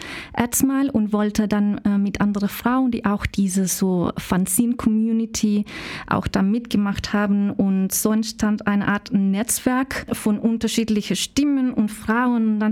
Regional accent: Chile; German is a second language; now in Germany; Ich komme aus Chile, aus Lateinamerika

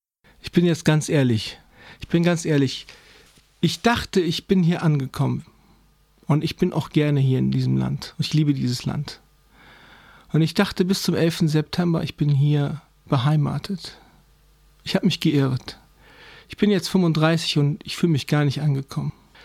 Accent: Bremen, Germany; born there; Ich komme aus Walle und Bremen und bin hier geboren und bin Deutsch-Türke.

